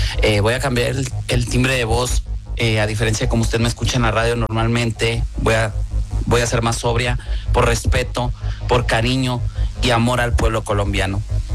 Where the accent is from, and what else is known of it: Mexico